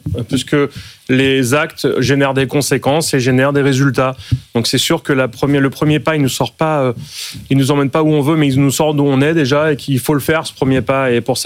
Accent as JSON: {"language": "French", "town": "Sarcelles", "region": "Île-de-France", "country": "France", "tie": "born or raised there", "also_born_or_lived": "Cergy-Pontoise", "said": "Moi, j'ai grandi là-bas, à Sarcelles, puis Cergy-Pontoise."}